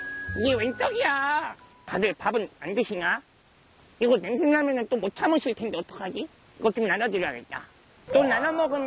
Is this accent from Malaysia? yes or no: no; Busan, South Korea; 저는 부산입니다.